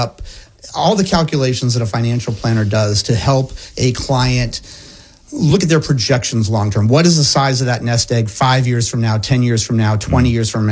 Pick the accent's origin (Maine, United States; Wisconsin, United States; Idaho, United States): Maine, United States; born there; But I was born in Maine.